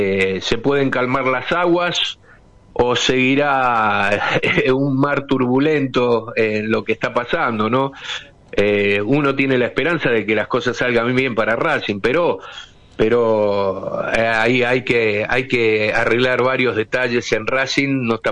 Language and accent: Spanish; Rosario, Santa Fe, Argentina; born there; la cancha de Central, donde yo nací, es un lugar perfecto para que se dé un partido lindo.